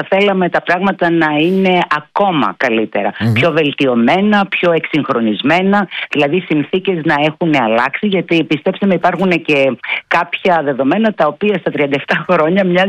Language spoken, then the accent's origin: Greek; Athens, Attica, Greece; ως Αθηναία